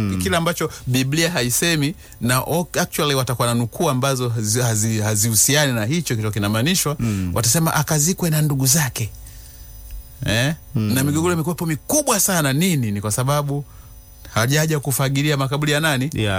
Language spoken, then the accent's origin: Swahili; Mara, Tanzania; born there; Ya kwamba kama mimi nimezaliwa mkoa wa Mara, ndiko kitovu changu kilikokatwa.